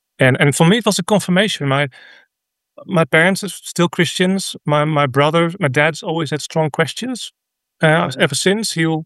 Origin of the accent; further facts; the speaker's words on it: Netherlands; Well, I grew up in the Bible Belt in the Netherlands. So I grew up in the middle, Dutch Reformed family, went to a Dutch Reformed church